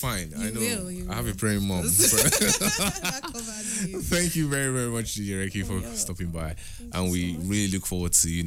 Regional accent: Lagos, Nigeria; moved away as an adult; now in Port Harcourt, Nigeria; Oh, I grew up in Lagos. So I schooled at Lagos State Polytechnic.

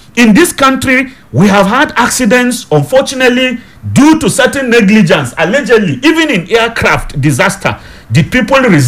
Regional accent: Nigeria; We are not British by descent, as it were. We are Nigerians.

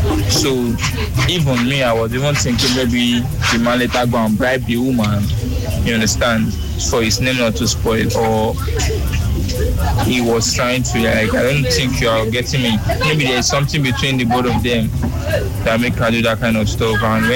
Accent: Rivers, Nigeria; I'm from River State. Starting from River State.

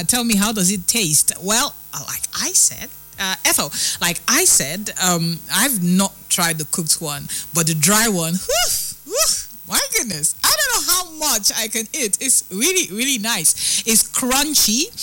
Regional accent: Enugu State, Nigeria; Soba, I'm from Enugu State. As a matter of fact, my junction is called Akinokwa.

